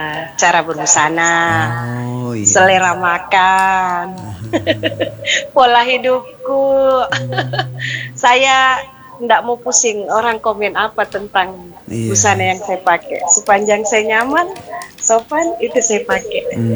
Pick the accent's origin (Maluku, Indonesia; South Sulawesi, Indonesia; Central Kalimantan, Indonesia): South Sulawesi, Indonesia; Apalagi kalau kita Bugis Makassar.